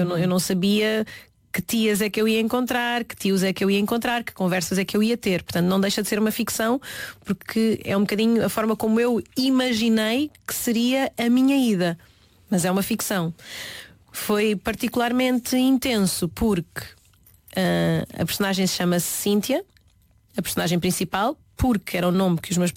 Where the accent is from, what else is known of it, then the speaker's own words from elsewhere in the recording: Portugal; born there; porque eu tenho uma cor que não me identifica com o país onde eu nasci, que não me filia ao país onde eu nasci